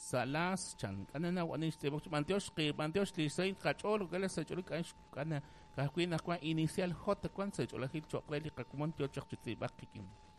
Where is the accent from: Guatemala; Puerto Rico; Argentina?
Guatemala; San Agustín, Petén; Yo soy de San Agustín Poctún.